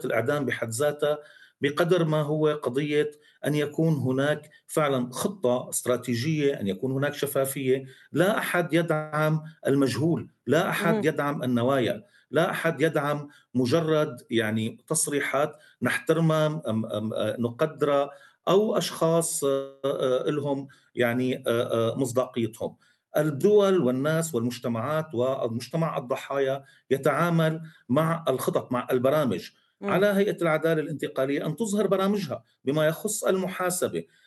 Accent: Syria; بدون شك هذه مسؤوليتنا نحن كسوريين

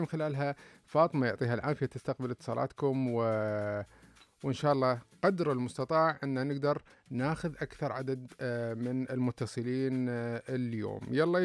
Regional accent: Saudi Arabia; بالنسبة لنا كسعوديين أكيد اليوم نعيش حماس مختلف مع تأهل منتخبنا الوطني إلى كأس العالم

